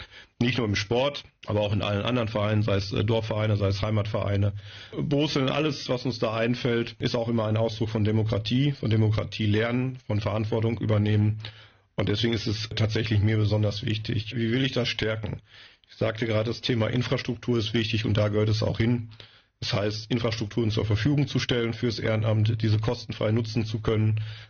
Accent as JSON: {"language": "German", "region": "North Rhine-Westphalia", "country": "Germany", "tie": "born there", "lives_now": "Friesland, Germany", "said": "Gerade wenn Sie, wie ich selbst, gebürtig aus NRW kommen und von außen nochmal drauf blicken, funktionieren hier viele Dinge sehr, sehr gut."}